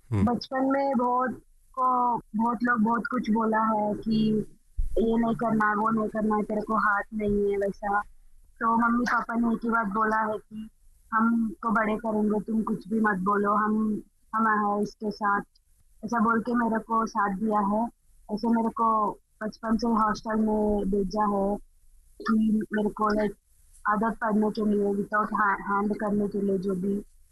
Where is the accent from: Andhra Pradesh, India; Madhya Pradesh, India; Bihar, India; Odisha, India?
Andhra Pradesh, India; मैं आंध्र प्रदेश